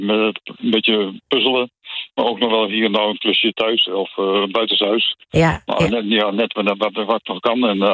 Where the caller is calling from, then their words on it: Tiel, Gelderland, Netherlands; ik woon in Tiel.